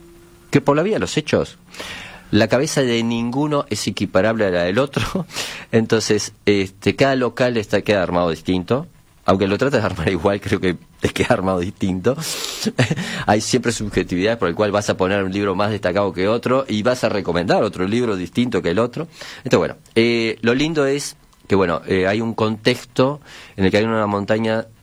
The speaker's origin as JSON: {"language": "Spanish", "town": "Villa Biarritz", "region": "Montevideo", "country": "Uruguay", "tie": "born there"}